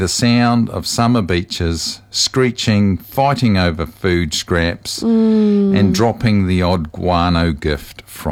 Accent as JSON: {"language": "English", "country": "New Zealand", "tie": "born or raised there", "said": "Growing up in Moirua, there were a lot in Moirua. That's because there was a freezing works."}